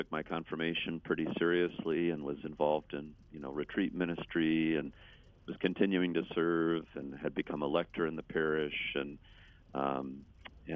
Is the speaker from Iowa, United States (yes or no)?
yes; Ottumwa, Iowa, United States; now in Baker, United States; I'm the youngest of 11 children from Ottumwa, Iowa, is where I grew up in the Diocese of Davenport, so southeast Iowa